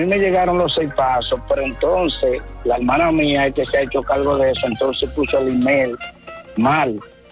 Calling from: San José de Ocoa, Dominican Republic; le hablamos de aquí, desde San José de Ocoa.

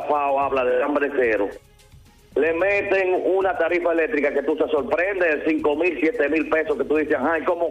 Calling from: San Víctor, Espaillat, Dominican Republic; de San Víctor.

